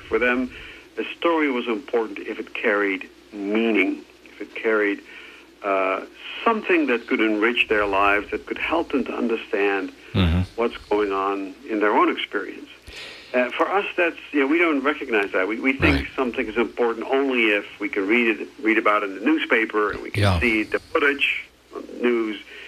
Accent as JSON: {"language": "English", "country": "United States", "said": "me as an American archaeologist"}